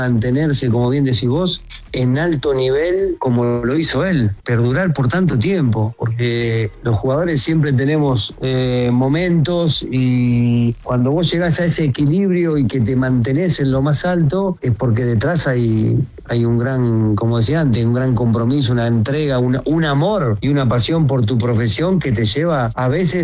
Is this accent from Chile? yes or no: no; Argentina; después soñamos todos nosotros como argentinos